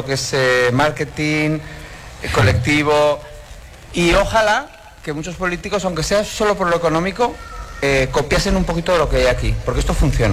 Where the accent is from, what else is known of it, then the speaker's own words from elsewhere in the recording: Pamplona, Navarre, Spain; now in Maspalomas, Spain; Yo soy de aquí.